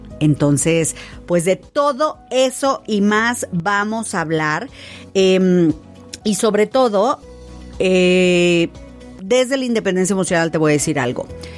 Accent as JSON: {"language": "Spanish", "country": "Mexico", "said": "Como buenos latinos, como buenos mexicanos."}